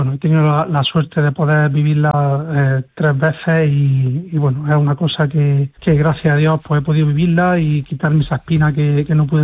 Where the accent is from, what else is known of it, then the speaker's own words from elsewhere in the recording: Granada, Andalusia, Spain; lo digo ya como jugador, como granadino y como todo